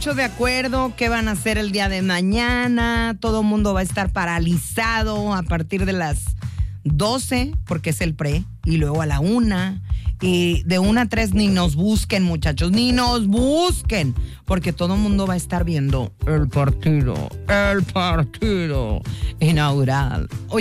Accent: San Luis Potosí, Mexico; now in Monterrey, Mexico; Bueno, yo no, porque yo no soy regia, yo soy potosina.

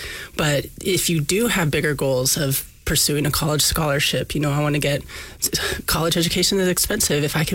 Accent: Kodiak, Alaska, United States; For example, I grew up in Kodiak, and you're in a town of 10,000 people.

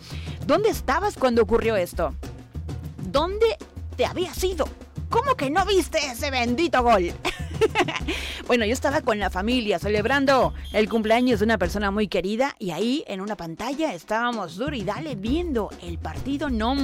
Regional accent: Mexico

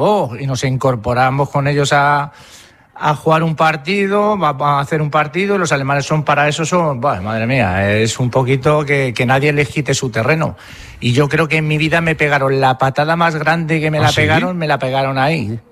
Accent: A Coruña, Galicia, Spain; Y yo decía, joder, pues yo vengo de Coruña y el sol no lo he visto ni en pintura.

